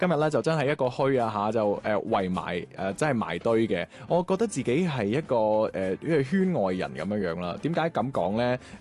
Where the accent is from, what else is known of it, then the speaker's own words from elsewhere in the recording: Guangzhou, Guangdong, China; 我自己作为广州人啦，即系我成日去香港出 trip 啊